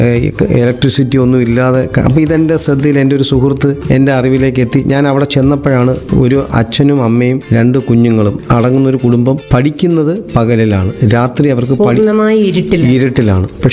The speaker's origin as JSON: {"language": "Malayalam", "town": "Kollam", "region": "Kerala", "country": "India", "tie": "born or raised there", "lives_now": "Kottiyam, India"}